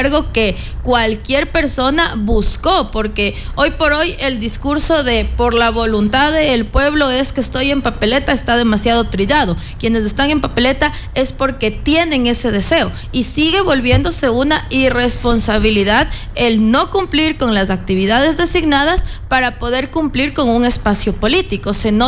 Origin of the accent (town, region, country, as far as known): Ecuador